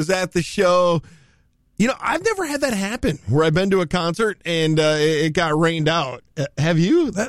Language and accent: English; Dubuque, Iowa, United States; moved away; my hometown's fair in Dubuque